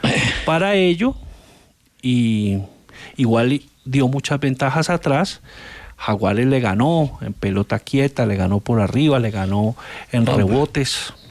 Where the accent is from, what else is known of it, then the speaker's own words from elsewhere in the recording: Zarzal, Valle del Cauca, Colombia; now in Bogotá, Colombia; Salí de Zarzal con una cachucha llena de sueños.